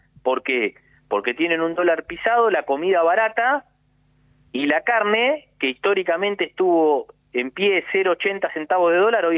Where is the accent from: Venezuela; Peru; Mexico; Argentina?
Argentina; la verdad es que te indigna como argentino